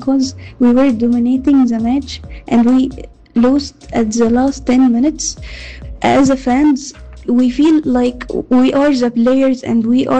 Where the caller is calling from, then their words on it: Egypt; I'm from Egypt.